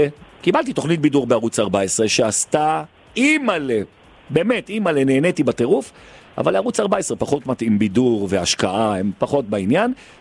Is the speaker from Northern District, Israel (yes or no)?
no; Beit Shemesh, Jerusalem District, Israel; כפרה, אני מדבר איתה, אני מבית שמש!